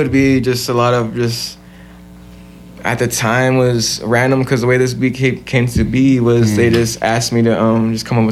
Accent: Fontana, California, United States; also born or lived in Riverside, California; So, Fontana, born and raised.

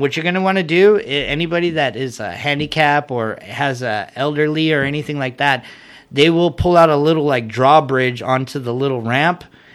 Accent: San Bernardino, California, United States; since I'm from San Bernardino, is the best way is the RTA 200 bus.

